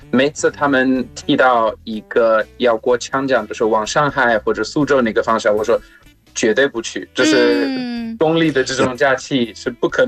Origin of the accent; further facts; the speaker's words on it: South Africa; Chinese is a second language; 但是我说实话，作为外国人，在那个情况，因为我们的国家在南非，还有我爸是葡萄牙人。